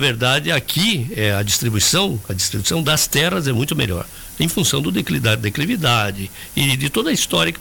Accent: Santa Catarina, Brazil; born there; now in Orleans, Brazil; A diferença entre, por exemplo, a minha terra onde eu nasci com Orleans é muito grande. Porque lá são grandes propriedades faz parte da região serrana de Lages.

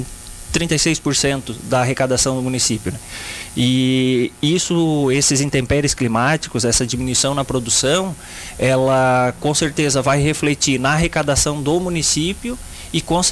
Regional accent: Brazil; como a gente é brasileiro

